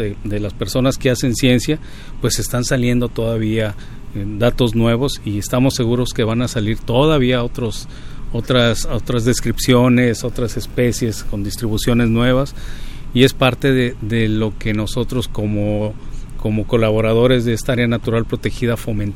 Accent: Coahuila, Mexico; Aquí cuna de la revolución, aquí la gente es aguerrida, somos aguerridos los coahuilenses porque traemos en el ADN

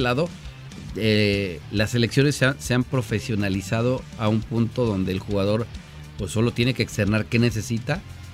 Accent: Mexico

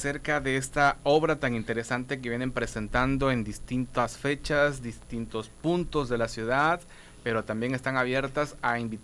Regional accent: Mexico; como buen mexicano, el orgullo

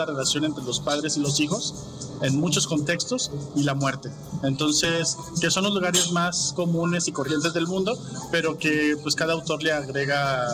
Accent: Monterrey, Nuevo León, Mexico; yo soy del norte, soy de Monterrey.

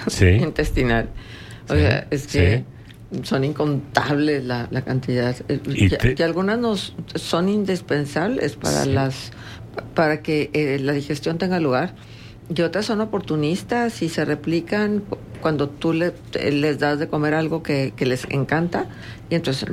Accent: Mexico; siempre nos han dicho que nosotros somos sucios, los mexicanos en general.

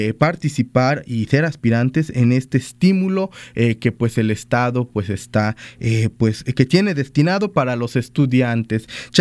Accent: Coxquihui, Veracruz, Mexico; Ellos son originarios allá del municipio de Coxquiwi, sí, mi tierra natal

